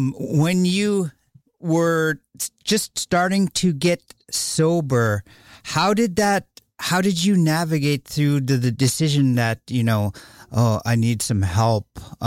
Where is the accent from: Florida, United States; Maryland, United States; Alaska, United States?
Alaska, United States; Bethel; I'm from Bethel